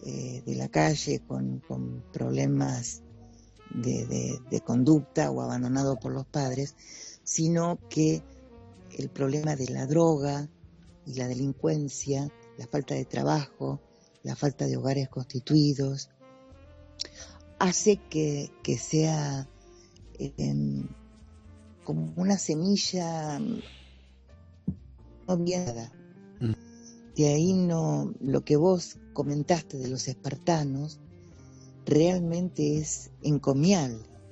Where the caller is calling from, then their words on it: La Plata, Buenos Aires Province, Argentina; yo vivo en La Plata